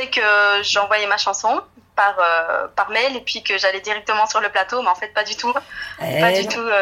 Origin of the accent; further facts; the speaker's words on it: Belgium; Et n'importe où, hein, même si je suis de Belgique